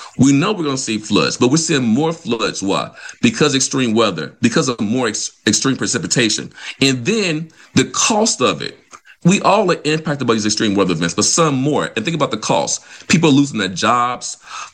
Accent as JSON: {"language": "English", "town": "Vicksburg", "region": "Mississippi", "country": "United States", "said": "I'm from Mississippi, so I'm from Vicksburg."}